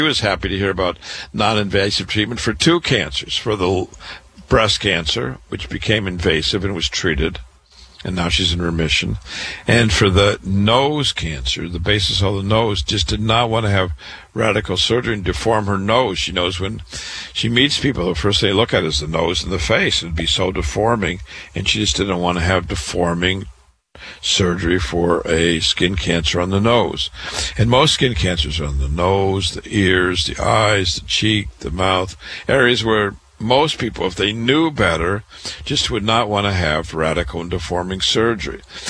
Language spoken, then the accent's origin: English; Waterloo, Iowa, United States; I was born in Waterloo, Iowa. I went to public school there, university, medical school